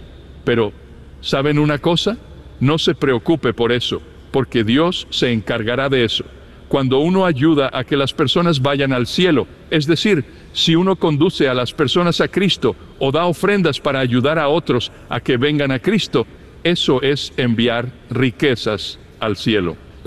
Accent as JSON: {"language": "Spanish", "town": "Toledo", "region": "Ohio", "country": "United States", "tie": "born there", "lives_now": "Southern California, United States", "said": "Nací en Toledo, Ohio, y vivo en el sur de California."}